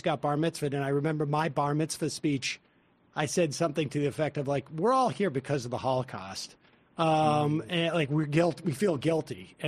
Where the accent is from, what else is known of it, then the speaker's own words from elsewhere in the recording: Worcester, Massachusetts, United States; I grew up in Worcester, Massachusetts. It was not not the most Jewish of places, but we were, in Hebrew school.